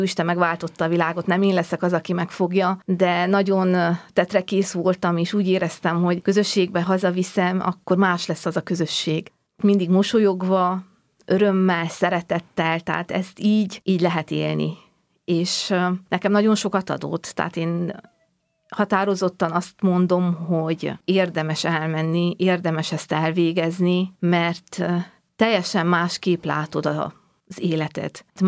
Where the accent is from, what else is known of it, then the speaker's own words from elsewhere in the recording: Transylvania, Romania; Erdélyből származom